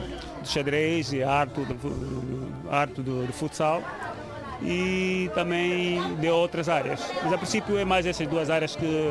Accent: Angola; moved away as an adult; now in Portugal; sou natural de Angola, encontro-me em Portugal há 4 anos.

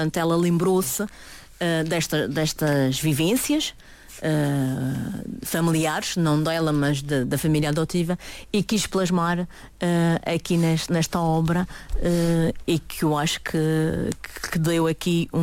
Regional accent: Porto Santo, Madeira, Portugal; born or raised there

